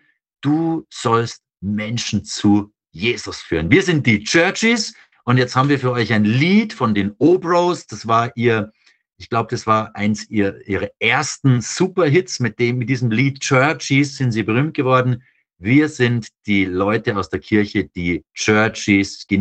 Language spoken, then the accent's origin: German; Moosach, Bavaria, Germany; Ich komme aus Moosach bei Grafing bei München.